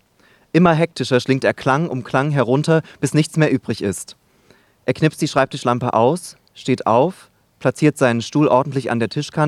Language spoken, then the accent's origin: German; Saxony, Germany; born there; moved away as an adult; now in Rostock, Germany; Ich bin in der Nähe von Leipzig geboren